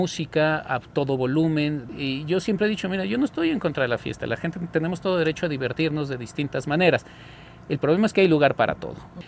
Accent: Mexico; el ajolote es parte de nuestra identidad como mexicanos.

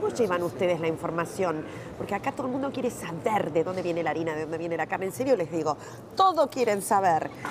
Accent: Argentina; now in Germany; en Latinoamérica y en Argentina, porque somos argentinos

